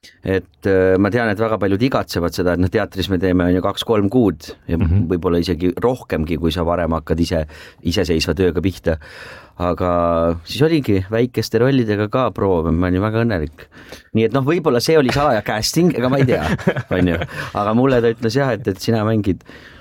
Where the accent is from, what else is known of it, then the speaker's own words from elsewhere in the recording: Tallinn, Harju County, Estonia; mina olen linnapoiss ja tallinlane eluaeg olnud